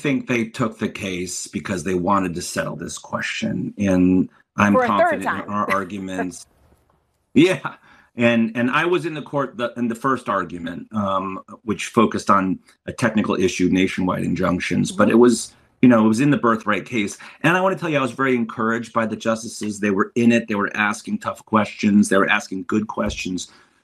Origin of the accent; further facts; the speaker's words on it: Hartford, Connecticut, United States; born there; I'm here because of my birth on American soil in Hartford Hospital, not far from St. Francis Hospital, where you were born.